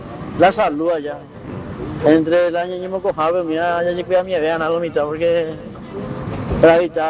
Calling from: Paraguay; como paraguayos tenemos que estar orgullosos

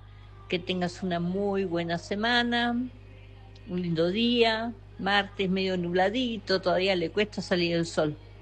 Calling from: Saladillo, Buenos Aires Province, Argentina; de Saladillo.

